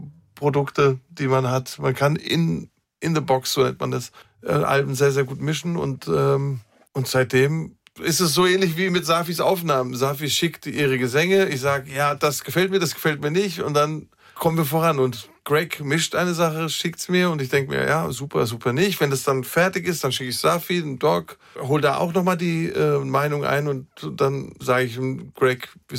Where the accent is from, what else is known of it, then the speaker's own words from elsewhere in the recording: Armenia; Das ist für mich als Armenier eine Steilvorlage.